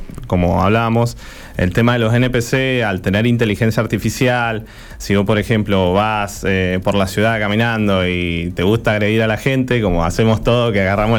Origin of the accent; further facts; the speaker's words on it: Argentina; En todo lo que hacemos somos apasionados los argentinos